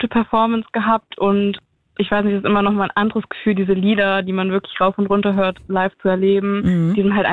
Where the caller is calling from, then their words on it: Bornheim, North Rhine-Westphalia, Germany; Ich komme aus Bornheim.